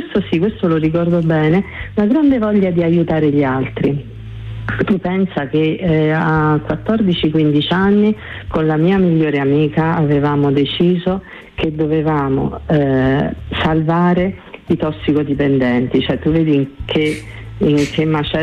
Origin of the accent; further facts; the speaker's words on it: Abruzzo, Italy; E io sono abruzzese, sono marsicana